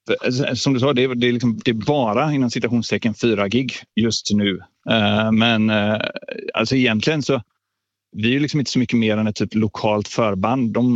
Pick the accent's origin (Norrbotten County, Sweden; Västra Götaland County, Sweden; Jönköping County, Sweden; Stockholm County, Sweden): Västra Götaland County, Sweden; Mölndal; vi är inte från Göteborg. Vi är från Mölndal, Säve, Kållered och Lindome.